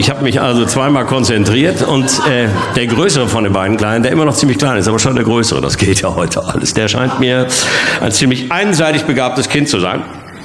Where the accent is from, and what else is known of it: Bochum, North Rhine-Westphalia, Germany